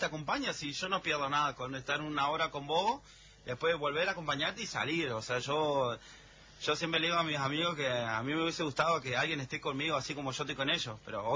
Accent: Argentina; Así somos los argentinos, hijos del rigor.

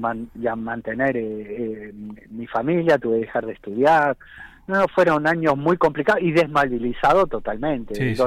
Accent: Buenos Aires, Argentina; born there; No, nací en Capital Federal.

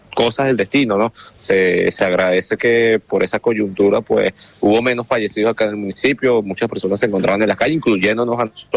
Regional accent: Venezuela; now in Guatire, Venezuela

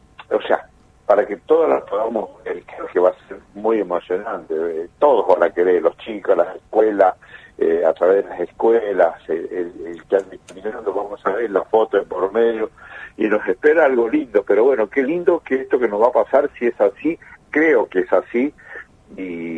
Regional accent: Argentina; me emociona como argentino, como veterano, como hincha, y bueno, creo que todos los argentinos nos unió la camiseta

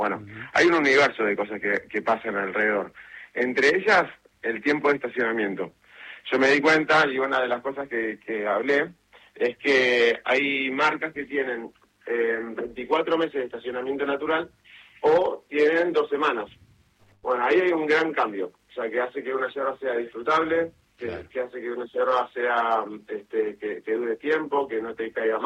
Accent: Buenos Aires, Argentina; Soy una persona de Capital Federal

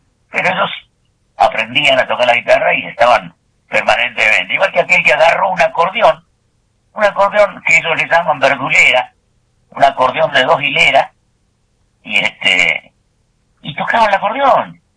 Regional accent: Ingeniero Jacobacci, Río Negro, Argentina; now in San Carlos de Bariloche, Argentina; Tuve la suerte de criarme en Jacobacci, porque yo no nací en Jacobacci. Yo nací acá en San Carlos de Bariloche.

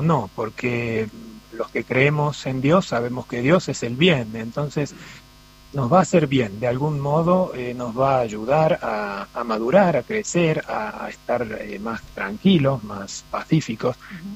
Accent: Córdoba, Argentina; now in Italy; Soy cordobés y no sé si se siente

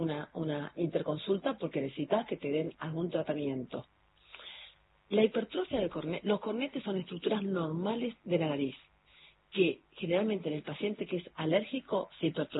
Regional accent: Bellavista, Corrientes, Argentina; born or raised there; now in Buenos Aires, Argentina

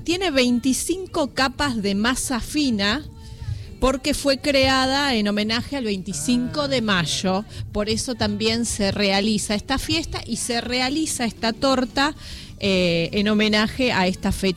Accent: Argentina; porque somos todos argentinos

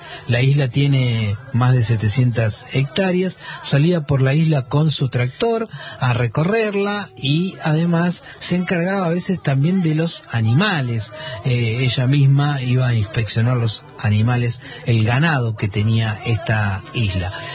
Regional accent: Argentina

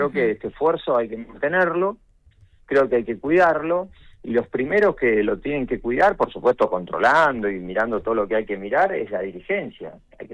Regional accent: Argentina; Porque nosotros como argentinos somos bastante olvidadizos de algunas cosas.

